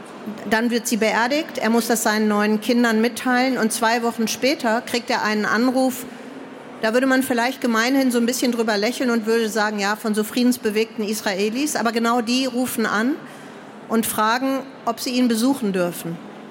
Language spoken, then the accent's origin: German; Germany; Und man fragt sich als Deutscher, als ich mit denen gesprochen habe, da fragte ich sie, wie hältst du das überhaupt aus?